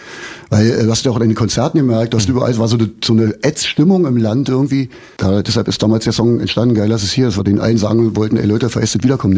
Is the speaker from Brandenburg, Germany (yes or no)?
yes; Brandenburg, Germany; Aber schon ein Grund mehr zu sagen, wir kommen aus Brandenburg.